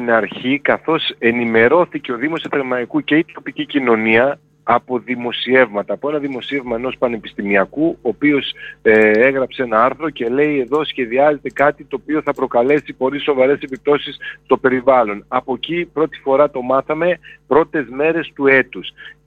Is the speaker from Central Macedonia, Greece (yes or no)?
yes; Thessaloniki, Central Macedonia, Greece; ειδικά εμείς οι Θεσσαλονικείς έχουμε πάει μία φορά τουλάχιστον και έχουμε θαυμάσει εκεί την περιοχή του ποταμού